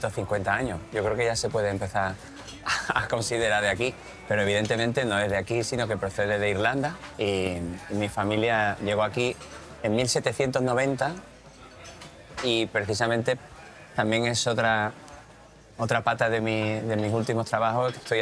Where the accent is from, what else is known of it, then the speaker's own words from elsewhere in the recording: San Fernando, Andalusia, Spain; Yo soy de San Fernando y podría decir que somos San Fernandino, pero eso no lo utiliza nadie. También se nos llama isleño porque es una isla. La isla de Camarón, de ahí viene el camarón de la isla, pero también se nos llama Cañailla.